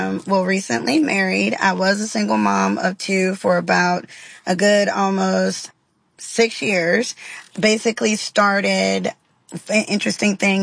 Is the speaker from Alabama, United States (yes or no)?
yes; Alabama, United States; I was raised in the South in Alabama, Roll Tide. I was raised in a very Christian home.